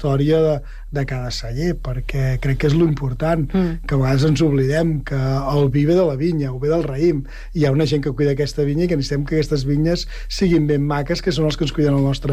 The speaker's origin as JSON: {"language": "Catalan", "region": "Catalonia", "country": "Spain", "said": "nosaltres som del Penedès i el Penedès és terra de bombolles"}